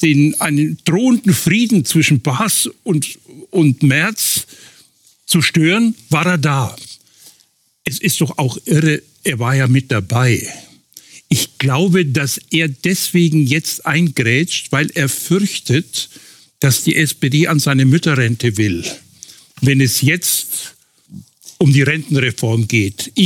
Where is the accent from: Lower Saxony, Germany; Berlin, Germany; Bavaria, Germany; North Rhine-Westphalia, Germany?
Bavaria, Germany; Nuremberg; born there; Also ich sag's jetzt mal als gebürtiger Nürnberger, wie eben Markus Söder auch, so kennen wir unseren Markus.